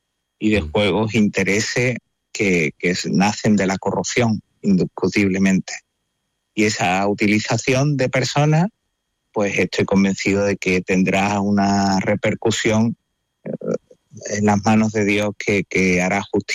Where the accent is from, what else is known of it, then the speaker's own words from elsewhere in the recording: Ceuta, Spain; Mi pueblo de Ceuta es muy peculiar porque es un cruce de cultura, de religiones, pero son todos personas.